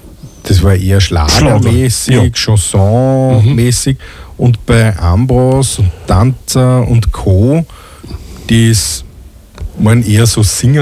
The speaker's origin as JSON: {"language": "German", "region": "Vienna", "country": "Austria"}